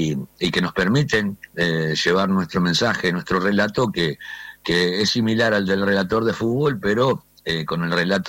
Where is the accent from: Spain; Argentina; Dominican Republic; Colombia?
Argentina; todos venimos en el interior del país de parte de familia de gente de campo. Creo que los que realmente somos argentinos sabemos que de algún lado nos pega la descendencia de las viejas tradiciones.